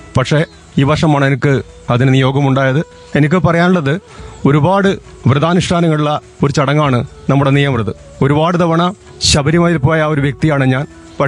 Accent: Chakkarakkal, Kerala, India; ഞാൻ ചക്കരക്കല സ്വദേശിയാണ്.

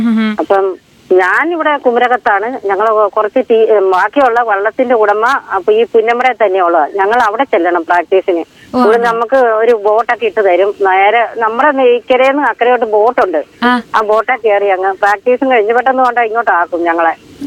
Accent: Kerala, India; എന്റെ ചെറുപ്പകാലത്തൊന്നും ഇതിവിടെ എങ്ങും വണ്ടി ഇല്ലായിരുന്നു.

